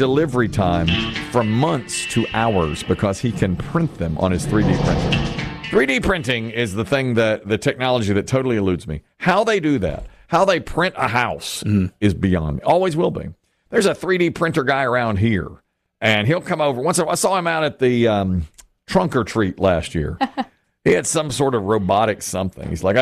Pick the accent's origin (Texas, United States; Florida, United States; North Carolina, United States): North Carolina, United States; Asheboro; you know, I'm from Asheboro. We didn't have, I had nothing like that.